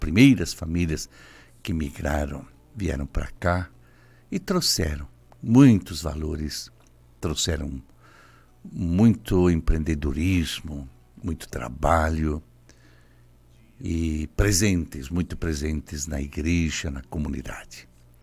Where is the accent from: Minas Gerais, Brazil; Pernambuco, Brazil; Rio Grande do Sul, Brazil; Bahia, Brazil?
Rio Grande do Sul, Brazil; Antônio Prado; now in Juína, Brazil; Nos criamos juntos na Capela São Roque, sim.